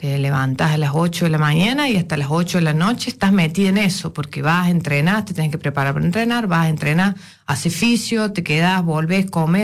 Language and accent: Spanish; Córdoba, Argentina; moved away; Córdoba, Argüello.